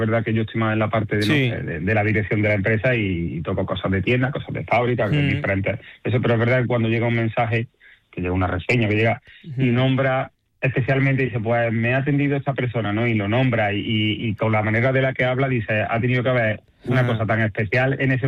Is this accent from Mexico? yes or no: no; Fuente Palmera, Andalusia, Spain; todos somos de Fuente Palmera, creemos en Fuente Palmera y apostamos por nuestro pueblo